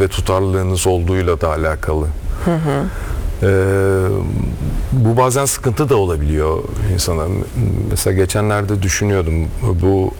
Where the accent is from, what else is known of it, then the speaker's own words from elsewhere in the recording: Milas, Muğla, Turkey; born there; now in Bodrum, Turkey; ben Milaslıyım gerçi, Milas doğumluyum